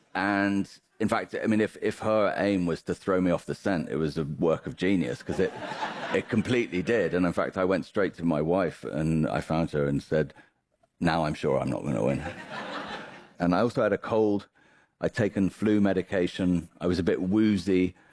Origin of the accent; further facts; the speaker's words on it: United Kingdom; having grown up there, I feel very at home there. As you can hear, I sound very much like someone who grew up there. But yes, because neither of my parents is British.